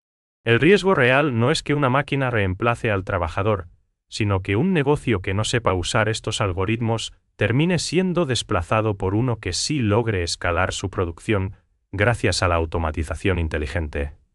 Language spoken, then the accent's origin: Spanish; Paraguay